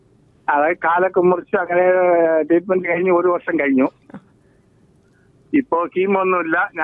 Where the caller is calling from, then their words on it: Anavoor, Kerala, India; തേരണി എന്ന സ്ഥലത്താണ് വിളിക്കുന്നത്. ആനാവൂർ തേരണി